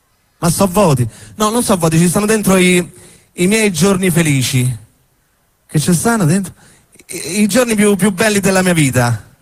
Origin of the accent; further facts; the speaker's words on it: Rome, Lazio, Italy; born there; io sono nato a Roma